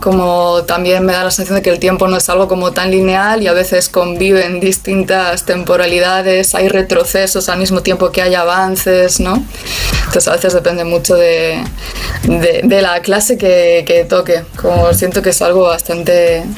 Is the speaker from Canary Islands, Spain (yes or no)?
no; Galicia, Spain; now in Málaga, Spain; Sí, de hecho ahora mismo estoy en Málaga, pero yo soy de Galicia, así que me he movido bastante